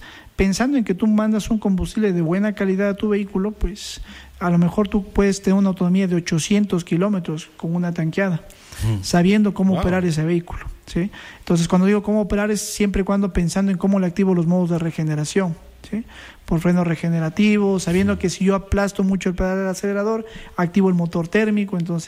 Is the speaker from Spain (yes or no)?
no; Loja, Ecuador; al menos nosotros que somos de Loja